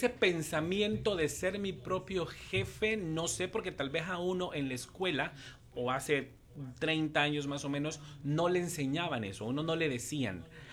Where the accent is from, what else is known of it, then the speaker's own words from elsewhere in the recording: Tegucigalpa, Francisco Morazán, Honduras; also born or lived in United States; crecí en Tegucigalpa, aquí estudié. Bueno, tuve algo interesante, que mi mamá persiguió el sueño americano cuando yo tenía 5 años.